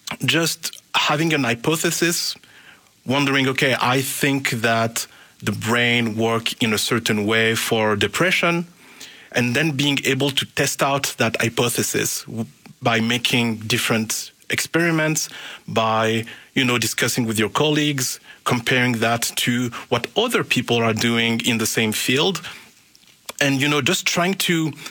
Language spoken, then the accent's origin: English; Paris, Île-de-France, France; now in Canada; I grew up in Paris. I was born and raised in Paris. And I grew up in a family that was originally from Comoros, from the Comoros Island in the Indian Ocean.